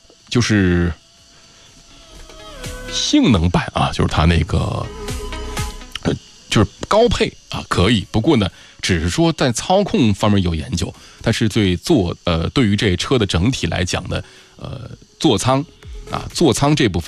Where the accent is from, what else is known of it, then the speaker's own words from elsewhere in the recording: Yichang, Hubei, China; 因为我是宜昌的